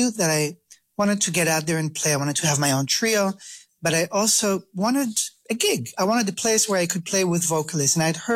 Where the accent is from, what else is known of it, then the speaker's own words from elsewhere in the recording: Israel; English is a second language; now in United States; And one of the first jazz musicians I heard growing up in Israel before I left to go to the US was